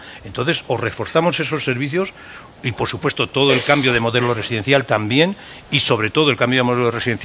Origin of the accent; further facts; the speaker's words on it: Castile and León, Spain; especialmente al de mi pueblo, el de Castilla y León